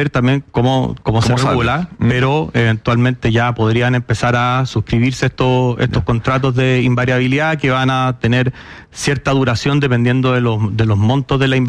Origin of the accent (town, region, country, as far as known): Chile